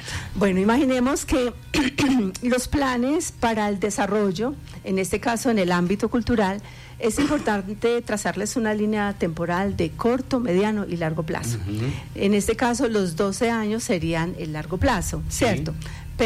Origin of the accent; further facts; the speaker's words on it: Medellín, Antioquia, Colombia; moved away as an adult; now in Guarne, Colombia; me siento guarneña, no soy guarneña, vivo en Guarne hace 4 años, estoy feliz, vengo de Medellín